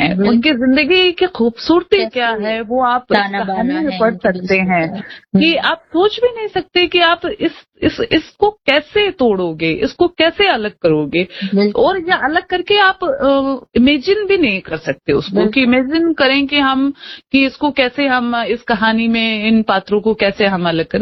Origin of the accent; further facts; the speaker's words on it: Rajasthan, India; क्योंकि मैं एक कस्बे से आती हूँ, हमने बकरा बकरी वहां पर ये पशुपालन का ही ट्रेंड जो है वो वहां पर देखा है